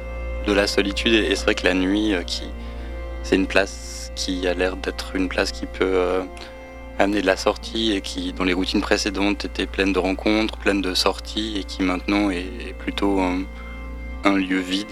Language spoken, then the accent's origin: French; France